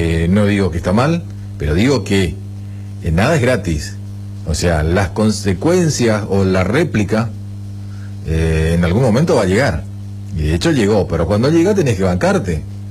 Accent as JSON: {"language": "Spanish", "country": "Argentina", "said": "Somos complicados los argentinos"}